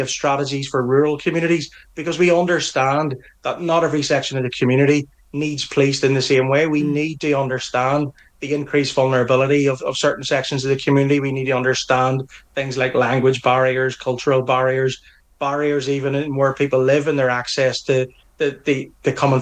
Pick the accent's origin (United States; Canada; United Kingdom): United Kingdom; Northern Ireland; accent: Northern Irish; You can tell by my accent that I'm a police officer in Northern Ireland.